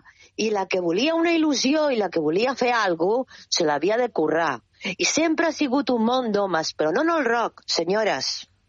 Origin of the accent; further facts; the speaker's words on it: Catalonia, Spain; accent: Empordanese; moved away; also born or lived in Úbeda, Andalusia / La Jonquera; Empordanesa, però és que a més sóc d'Úbeda